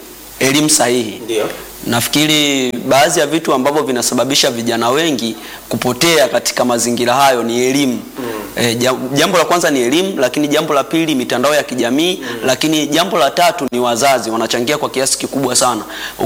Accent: Morogoro, Tanzania; natokea mkoani Morogoro.

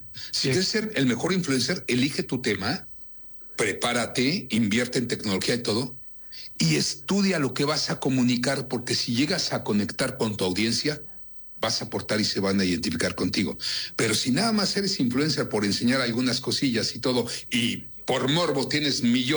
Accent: Mexico

